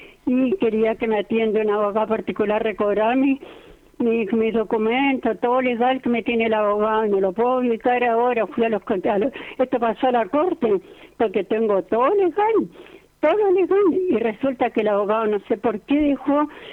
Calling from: Viña del Mar, Valparaíso, Chile; vivo en Recreo.

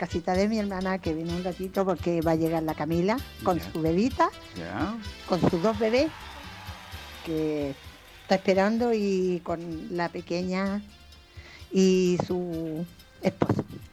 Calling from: Viña del Mar, Valparaíso, Chile; Somos de Forestal. Estamos acá en Forestal.

